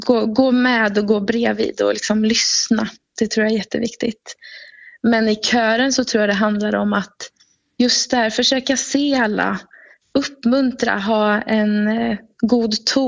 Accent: Tidaholm, Västra Götaland County, Sweden; Min mamma har jobbat i Svenska kyrkan i Tidaholm där jag kommer ifrån.

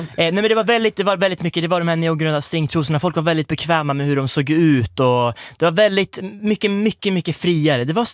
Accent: Umeå, Västerbotten County, Sweden; moved away as an adult; now in Stockholm, Sweden; Jag är från Umeå som sagt

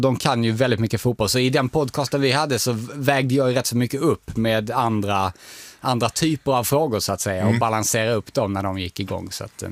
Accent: Dalby, Skåne, Sweden; Jag är från Dalby, så en liten rivalby.

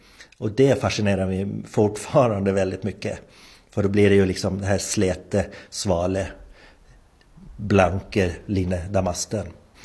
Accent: Hemse, Gotland, Sweden; born or raised there

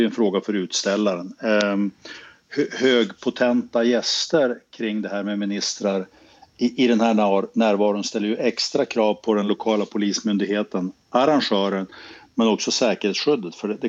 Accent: Skellefteå, Västerbotten County, Sweden; jag är ju själv från Skellefteå, så jag är ju inte obevandrad i jämtländsk geografi.

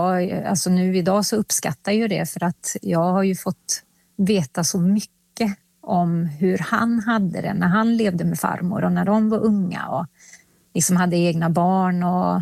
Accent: Finland; now in Sweden; Och sen ja, nu är jag liksom, ja, men jag är finsk. Men jag bor i Sverige, så att jag liksom försöker ändå att ta vara på liksom och fortsätta åka till Finland.

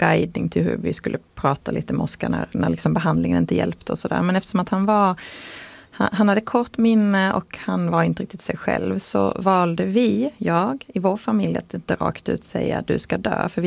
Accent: Skåne, Sweden; accent: Scanian; now in Gävle, Sweden; Jag är ju skåning, som det kanske hörs

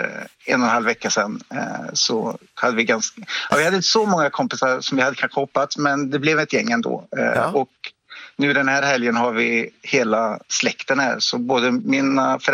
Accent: Arvika, Värmland, Sweden; Ja, ja, jag kommer från Arvika i Värmland från början.

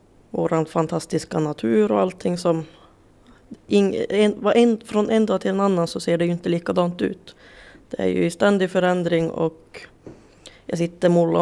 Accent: Pajala, Norrbotten County, Sweden; No, jag är ju uppväxt i Pajala.

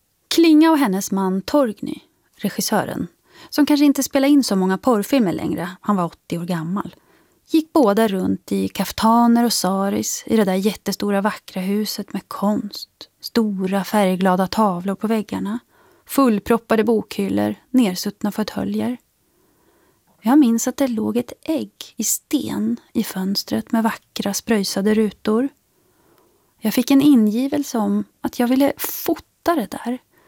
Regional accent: Katrineholm, Södermanland, Sweden; born there; Jag är född i Katrineholm som är en liten fabriks- och industristad. På många sätt en typisk svensk mellanstor stad.

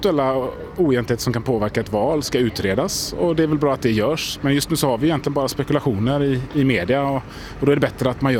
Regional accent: Gothenburg, Västra Götaland County, Sweden; Jag är göteborgare och har jobbat lokalt i Göteborg

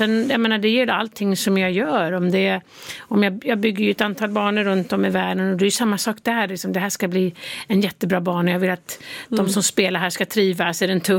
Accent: Sweden; now in United States; Ja, jag är fortfarande svensk medborgare. Det måste jag tala om. Barnen är ju svensk medborgare också, så försöker jag hålla den kontakten.

